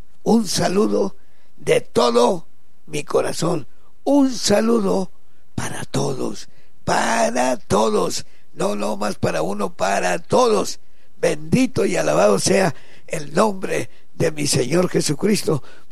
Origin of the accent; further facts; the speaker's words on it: General Terán, Nuevo León, Mexico; moved away; hubo carrera de caballos en mi pueblo, porque ahí tienen puros corridos de puros matones y todo, General Terán